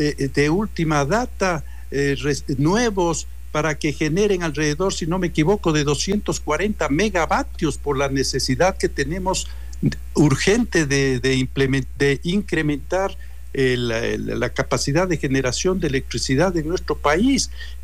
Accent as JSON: {"language": "Spanish", "town": "Ambato", "region": "Tungurahua", "country": "Ecuador", "said": "como ecuatoriano, como ambateño"}